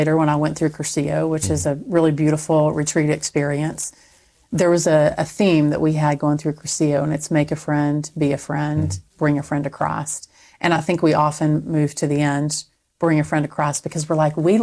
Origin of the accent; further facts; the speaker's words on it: Texas, United States; Growing up in Texas